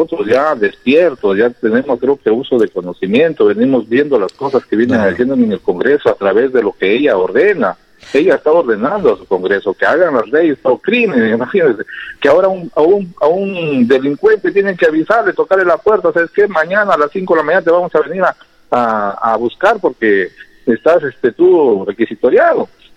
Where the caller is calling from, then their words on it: Peru; todos somos peruanos.